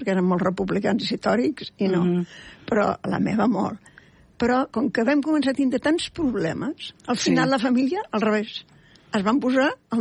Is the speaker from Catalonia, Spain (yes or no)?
yes; Sant Just Desvern, Catalonia, Spain